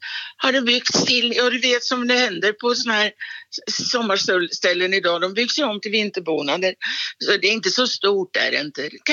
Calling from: Åby, Sweden; jag har mina vänner där och jag är från Åby.

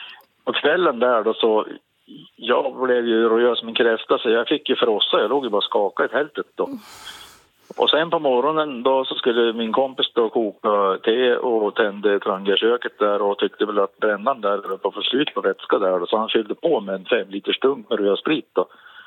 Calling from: Jämtland County, Sweden; solen här är väl ungefär som hemma i Jämtland.

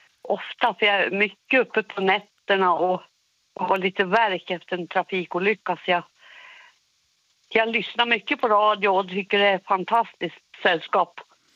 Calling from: Filipstad, Värmland, Sweden; Hemma i Värmland.

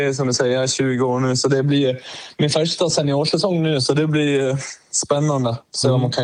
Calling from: Oxberg, Dalarna County, Sweden; Just nu är jag hemma i Oxberg.

